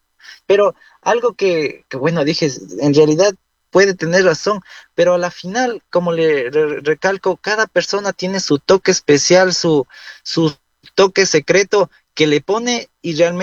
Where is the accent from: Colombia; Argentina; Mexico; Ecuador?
Ecuador; now in Ibarra, Ecuador; nos hacen ser grandes como ecuatorianos.